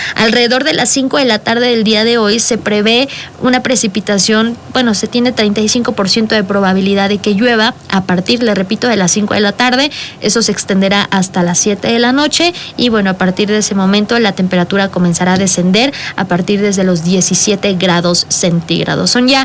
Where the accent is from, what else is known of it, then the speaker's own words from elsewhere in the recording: Puebla, Mexico; las diferentes zonas que ya como poblanos al menos conocemos